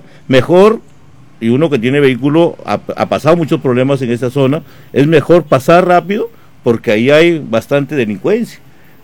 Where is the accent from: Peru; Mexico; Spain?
Peru; Castilla, Piura; ese potencial que como castellanos tenemos